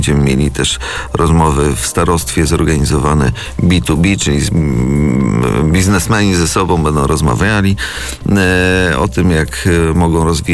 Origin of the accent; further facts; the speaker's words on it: Przasnysz, Masovian Voivodeship, Poland; Ma pani redaktor rację, że jestem z Przasnysza i tutaj z naszego okręgu, można powiedzieć